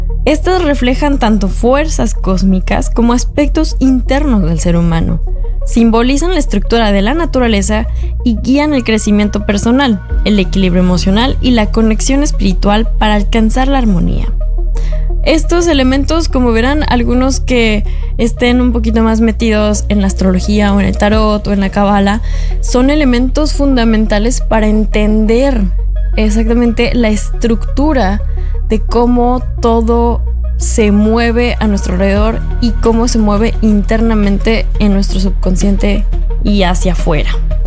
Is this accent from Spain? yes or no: no; Mexico; yo soy periodista de México